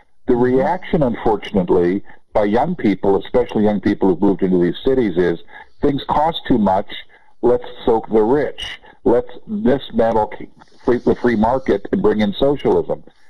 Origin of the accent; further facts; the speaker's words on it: San Francisco, California, United States; San Francisco, my hometown, has a new mayor